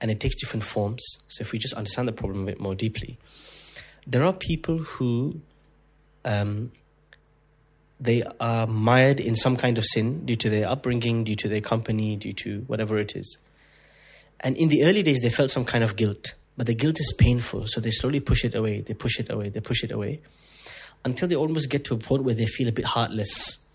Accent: England, United Kingdom; also born or lived in United Arab Emirates; So I'm British, but ethnically half Indian, half Pakistani. I lived half of my life in the UAE, half of my life in the UK.

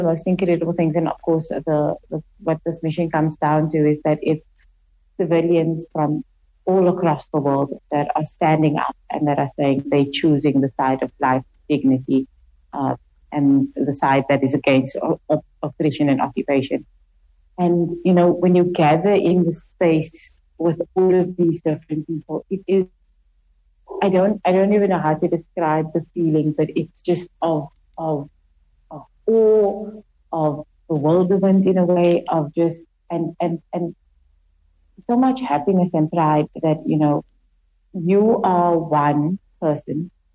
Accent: South Africa; born there; as a born free South African

